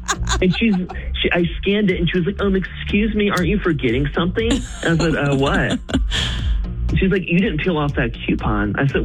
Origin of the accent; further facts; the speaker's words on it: Atlanta, Georgia, United States; I grew up in the Atlanta, Georgia area.